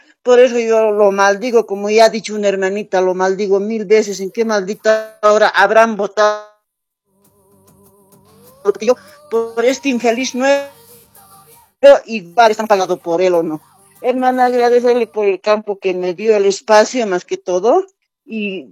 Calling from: La Paz, Bolivia; Yo hablo desde la ciudad de La Paz

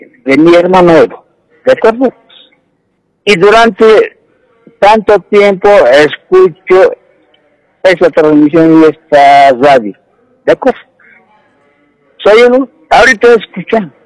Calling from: Cochabamba, Bolivia; De Cochabamba, ¿no? Yo vivo en Cochabamba, en la zona sur, en Huaraca

